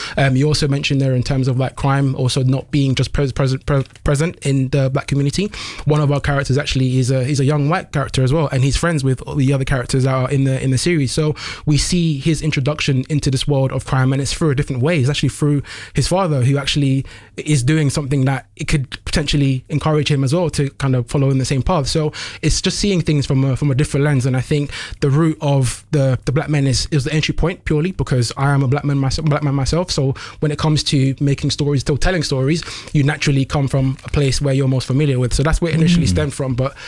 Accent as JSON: {"language": "English", "region": "London", "country": "United Kingdom", "tie": "born or raised there", "said": "when I was growing up in London"}